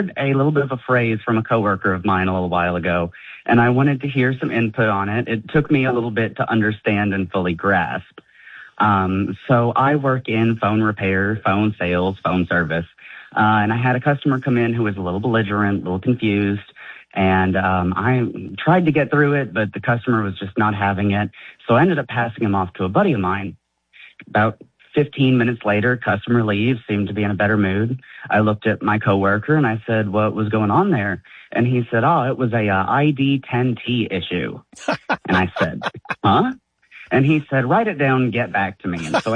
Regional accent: Evansville, Indiana, United States; now in Chicago, United States; I'm from Evansville, but I'm currently in Chicago.

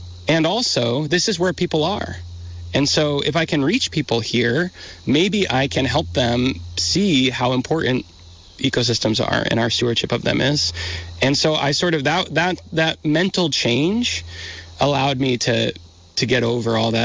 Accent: Vermont, United States; I'm from Vermont

